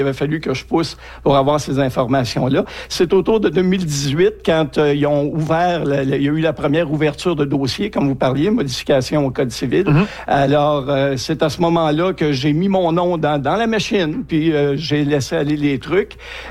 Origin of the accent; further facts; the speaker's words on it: Quebec, Canada; also born or lived in Saint-Jérôme; now in Abitibi-Témiscamingue, Canada; J'ai été adopté dans la région à Saint-Jérôme. Je suis originaire des Laurentides. Alors, j'ai été adopté une deuxième fois quand je suis déménagé en Abitibi-Témiscamingue.